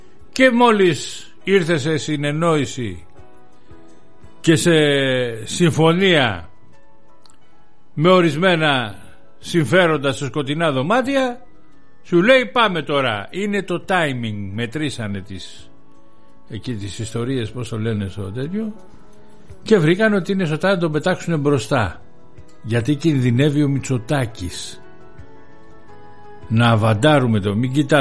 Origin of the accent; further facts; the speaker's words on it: Greece; εμείς ως Έλληνες και ως ψηφοφόροι